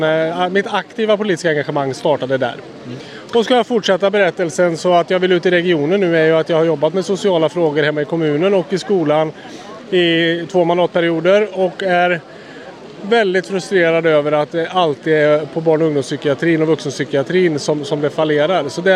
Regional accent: Mariestad, Västra Götaland County, Sweden; Jag är från Mariestad.

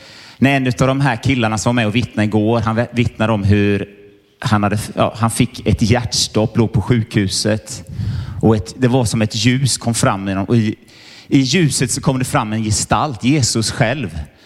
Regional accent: Mullsjö, Jönköping County, Sweden; now in Jönköping, Sweden; från början kommer jag faktiskt från Mullsjö, så jag är västgöte.

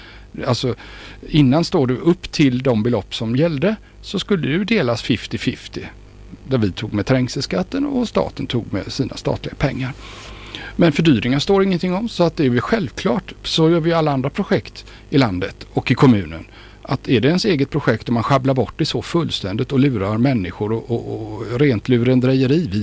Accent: Gothenburg, Västra Götaland County, Sweden

